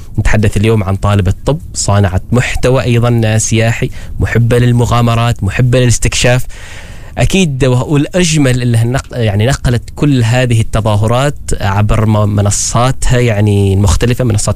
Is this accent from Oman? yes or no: yes; Oman; واحنا شوي العمانيين عن لهجتنا تختلف عن لهجتكم